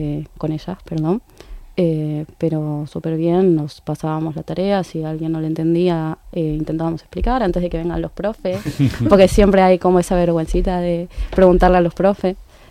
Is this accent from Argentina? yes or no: yes; Argentina; moved away as an adult; now in Spain; Bueno, yo soy argentina, estoy acá en Galicia hace casi 3 años.